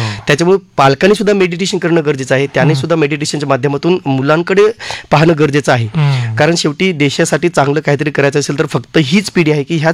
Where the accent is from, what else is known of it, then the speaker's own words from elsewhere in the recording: Chinchordi, Maharashtra, India; माझं गाव आहे कळमनुरी, म्हणजे हिंगोली जिल्ह्यातील कळमनुरी तालुक्यातील चिंचोरडी हे माझं मूळ गाव आहे आणि तिथूनच माझी सगळ्या गोष्टींची सुरुवात झालेली होती.